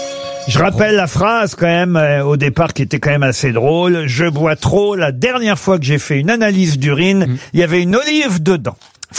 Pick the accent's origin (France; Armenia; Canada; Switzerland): France; Faut dire qu'il n'est pas l'auteur le plus connu chez nous en France.